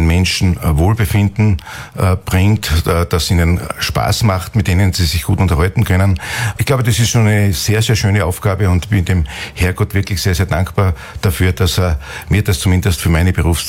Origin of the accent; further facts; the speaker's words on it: Styria, Austria; immer in meiner Heimatregion arbeiten haben zu dürfen, besonders im oberen Murtal.